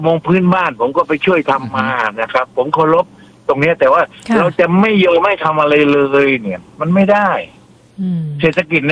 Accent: Southern Thailand, Thailand; ผมเนี่ยเป็นคนใต้คนตะลง

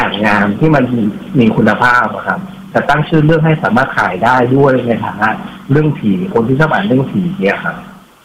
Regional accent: Chiang Kham district, Phayao, Thailand; จริงๆแล้วผมเป็นคนพะเยาอำเภอจอกคำใต้จุดกำเนิดนะผมก็จะพูดภาษาเหนือครับ

